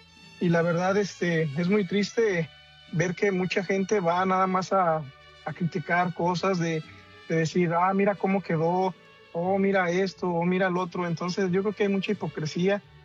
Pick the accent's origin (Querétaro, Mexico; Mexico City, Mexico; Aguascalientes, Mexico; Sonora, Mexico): Aguascalientes, Mexico; now in Indiana, United States; yo estoy aquí en Indiana, yo soy de Aguascalientes.